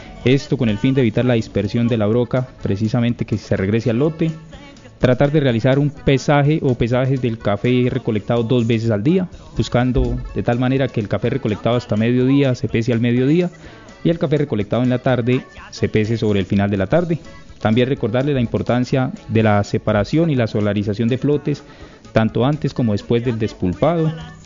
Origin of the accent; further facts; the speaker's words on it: Sucre, Santander, Colombia; now in Charalá, Colombia; Bueno, yo soy santandereano, de un municipio de pronto poco escuchado, hacia el sur de Santander, exactamente el municipio de Sucre, de un corregimiento que se llama La Granja.